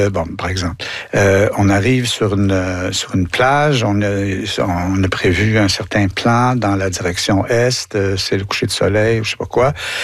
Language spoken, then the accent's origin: French; Quebec, Canada; suis tellement fier d'aller travailler à Stratford en Ontario, dans un festival Shakespeare, et montrer en tant que Québécois ce que les mots veulent dire